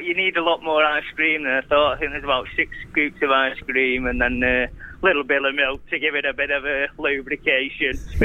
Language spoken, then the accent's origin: English; Manchester, North West England, United Kingdom; I'm like working class. I'm from Manchester and stuff.